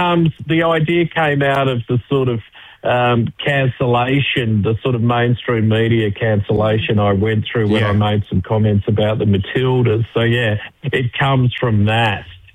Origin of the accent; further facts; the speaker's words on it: Nowra, New South Wales, Australia; born there; moved away; I was born in Nowra.